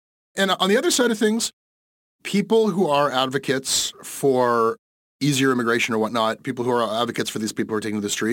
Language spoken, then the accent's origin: English; Canada; born there; I was lucky enough just to be born into, you know, being Canadian.